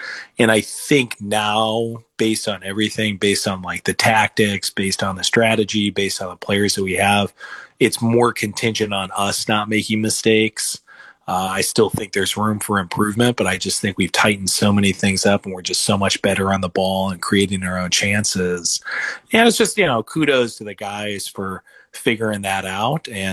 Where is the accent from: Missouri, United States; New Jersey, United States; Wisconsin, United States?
Missouri, United States; St. Louis; I'm from St. Louis